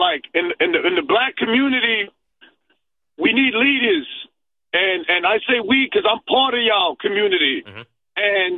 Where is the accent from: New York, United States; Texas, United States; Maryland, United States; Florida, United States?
New York, United States; New York City; As an adult, I lived in Howard Beach